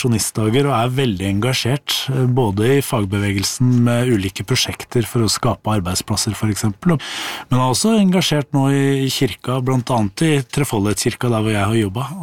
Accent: Nesodden, Akershus, Norway; eller det var når jeg var 13-14 år og fant en kassett hjemme på Nesodden der jeg kommer fra.

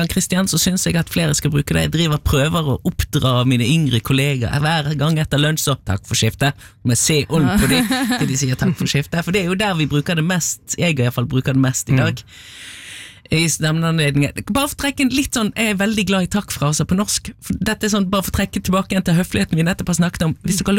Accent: Bergen, Vestland, Norway; nå skal jeg som bergenser arbeide litt med å si skjeva.

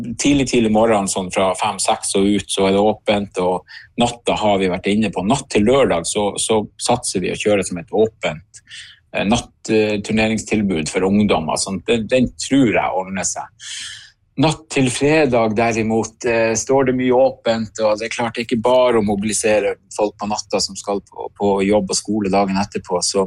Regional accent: Skjervøy, Troms, Norway; vi på Skjervøy et veldig flerkulturelt samfunn med utrolig mange nasjonaliteter representert på Skjervøy

